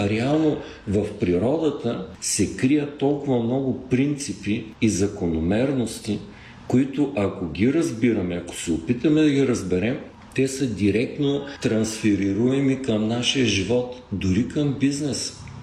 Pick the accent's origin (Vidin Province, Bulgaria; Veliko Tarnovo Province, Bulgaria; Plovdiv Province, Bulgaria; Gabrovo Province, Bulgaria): Veliko Tarnovo Province, Bulgaria; Gorna Oryahovitsa; now in Bulgarian seaside; аз съм роден и израснал в Централна България. Пред Балкана, Горна Оряховица, Велико Търново, един район, който е изключително богат на реки, на корекции, на язовири. Планината е много близо